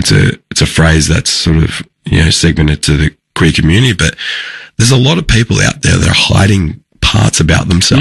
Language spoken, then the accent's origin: English; Haddon, Victoria, Australia; the major centre was Ballarat, but I grew up sort of 20 minutes, 30 minutes out there towards Beauford, but in a little town called Haddon.